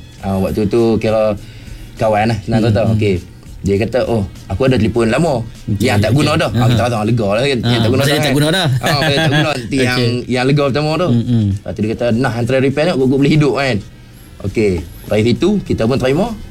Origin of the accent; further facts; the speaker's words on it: Perlis, Malaysia; Saya berasal daripada Perlis.